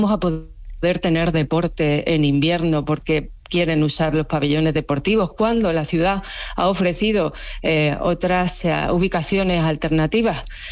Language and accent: Spanish; Ceuta, Spain; yo como española, como ceutí, como europea